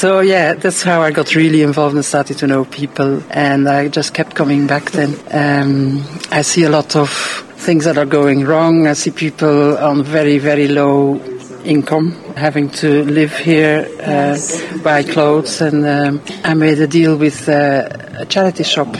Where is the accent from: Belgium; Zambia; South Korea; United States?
Belgium; moved away as an adult; now in Ireland; I'm from Belgium. I've moved to Ireland in 1998.